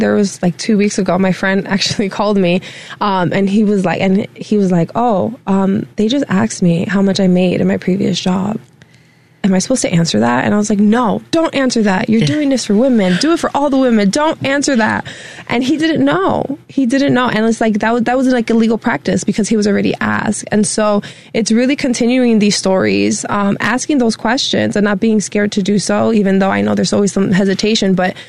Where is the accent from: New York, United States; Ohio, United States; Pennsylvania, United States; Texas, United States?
New York, United States; also born or lived in Chicago; I was born in New York, Washington Heights. Shout out to them. Go Knicks. Knicks and Five. Yeah. So I'm originally from New York.